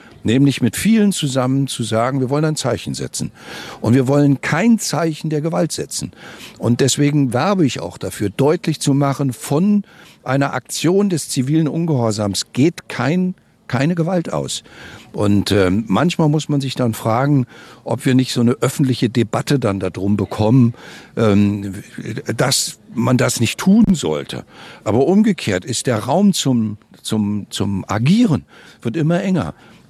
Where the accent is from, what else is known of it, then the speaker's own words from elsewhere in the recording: Erfurt, Thuringia, Germany; Und ich finde es so wichtig, dass wir als Erfurter selber wissen